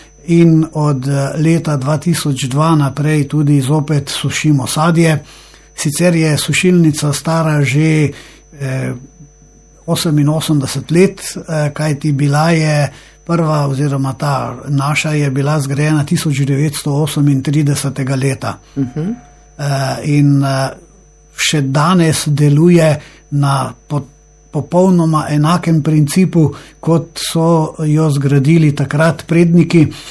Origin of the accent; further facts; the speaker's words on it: Prlekija, Slovenia; also born or lived in Ljubljana; now in Gradež, Slovenia; Jaz pravzaprav nisem domačin na Gradežu, ampak prihajam iz Prlekije. Pred 18 leti sva se z ženo preselila na Gradež